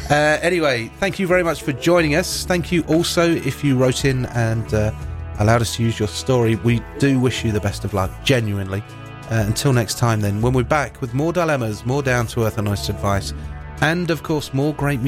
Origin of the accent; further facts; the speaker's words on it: Ireland; accent: Irish; You wouldn't know it from my Irish accent.